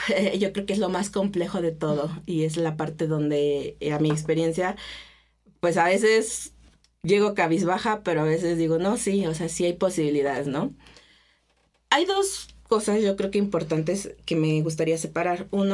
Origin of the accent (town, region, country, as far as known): Hidalgo, Mexico; now in Texcoco, Mexico